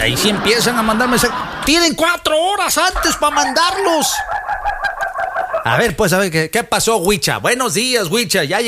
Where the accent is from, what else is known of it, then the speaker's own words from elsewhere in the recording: Veracruz, Mexico; y yo soy jarocho.